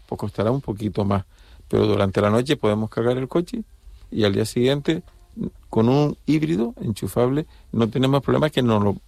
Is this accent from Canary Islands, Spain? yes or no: yes; Las Palmas, Canary Islands, Spain; now in Tenerife, Spain; aunque yo soy de origen de Las Palmas, pero Tenerife la conozco.